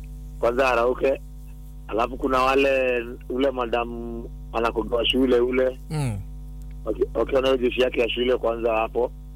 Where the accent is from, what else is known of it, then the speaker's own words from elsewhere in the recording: Siaya, Siaya County, Kenya; Tunajua natoka pale Siaya.